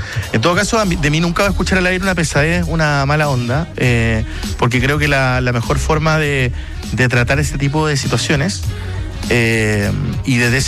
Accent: Magallanes and Chilean Antarctica, Chile; Y en mi caso particular, bueno, soy magallánico, en algún momento les vamos a contar.

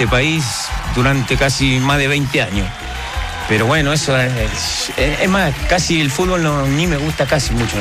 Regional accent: Argentina; Tony, vos sos el único argentino

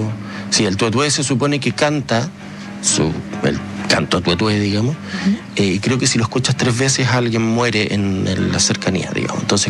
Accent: Magallanes and Chilean Antarctica, Chile; Yo, como te digo, soy magallánico, pero pasaba los veranos acá.

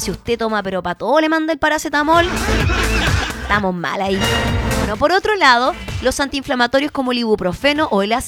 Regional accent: Chile; si somos chilenos

